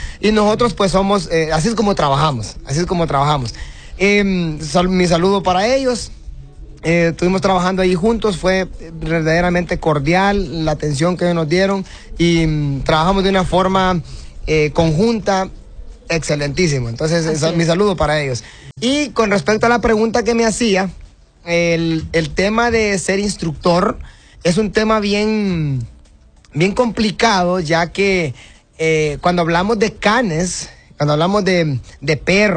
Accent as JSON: {"language": "Spanish", "country": "Honduras", "said": "evidentemente como hondureños"}